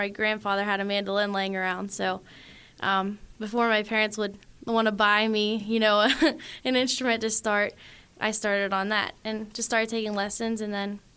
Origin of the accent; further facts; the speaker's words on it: Slippery Rock, Pennsylvania, United States; Slippery Rock, PA.